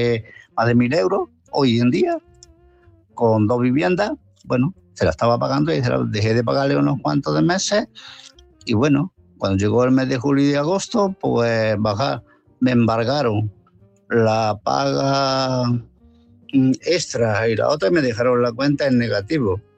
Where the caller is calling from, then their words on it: Málaga, Andalusia, Spain; de Málaga.